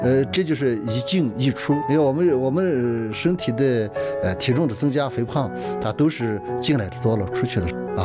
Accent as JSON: {"language": "Chinese", "country": "China", "said": "咱们千百年以来，我们中国人就是传统中医把我们养大的"}